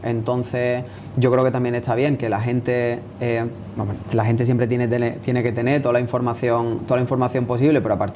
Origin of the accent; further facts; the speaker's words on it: Conil de la Frontera, Andalusia, Spain; yo soy de Coni, mi padre es de Coni, mis padres viven ahí